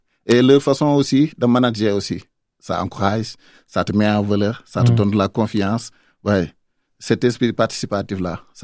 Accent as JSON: {"language": "French", "country": "Senegal", "moved": "as an adult", "lives_now": "France", "said": "moi, au Sénégal, j'ai travaillé dans le ministère des Infrastructures et des Transports. Je suis en France depuis 2 ans."}